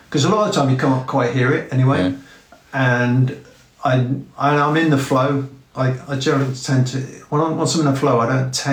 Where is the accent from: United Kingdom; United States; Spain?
United Kingdom; Taunton, South West England; born there; I was born in Taunton.